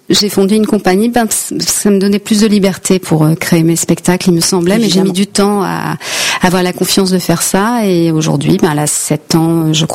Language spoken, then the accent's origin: French; Limoges, Nouvelle-Aquitaine, France; now in Paris, France